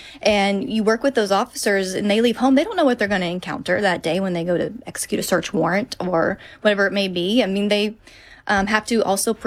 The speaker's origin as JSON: {"language": "English", "region": "Arkansas", "country": "United States", "tie": "born or raised there"}